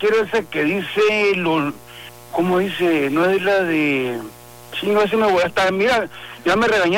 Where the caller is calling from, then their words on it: Nogales, Sonora, Mexico; de Nogales